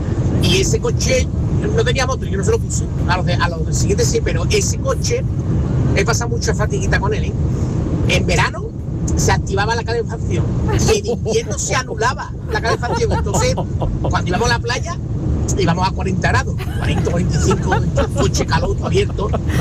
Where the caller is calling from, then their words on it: Seville, Andalusia, Spain; de Sevilla, ahora voy de Burgos para Sevilla, en ruta.